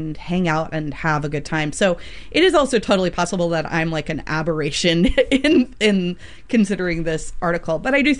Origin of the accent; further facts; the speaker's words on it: Alabama, United States; So I grew up in the South, in Alabama